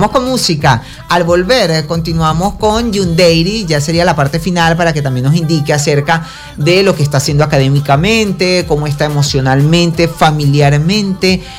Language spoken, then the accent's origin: Spanish; Venezuela